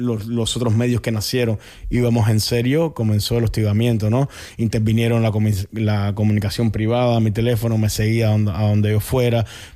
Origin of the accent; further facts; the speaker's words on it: Cuba; como buen cubano y como te puedes dar cuenta, cuando entré a la universidad me como todas las R, todas las S, hablo rápido, me trastabillo.